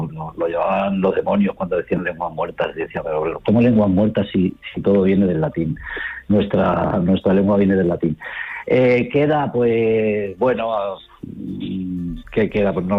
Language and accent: Spanish; Albacete, Castilla-La Mancha, Spain; como soy manchego, soy de Albacete